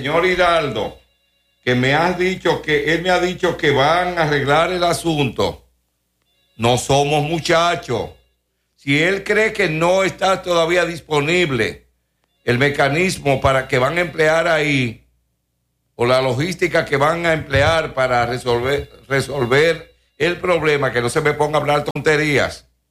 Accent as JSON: {"language": "Spanish", "country": "Dominican Republic", "said": "somos todos dominicanos."}